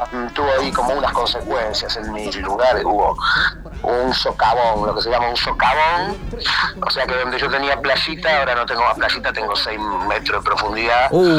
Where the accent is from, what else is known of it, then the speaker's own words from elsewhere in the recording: Rosario, Santa Fe, Argentina; somos todos gente de acá, todos gente que influenciados por nuestro vivir, por nuestro entorno, por las cosas que nos pasan, por la falta de heces y las sobrantes de alegrías, y somos rosarinos.